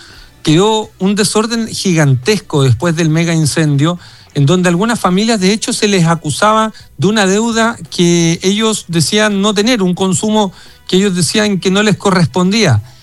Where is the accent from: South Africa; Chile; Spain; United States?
Chile; somos chilenos por igual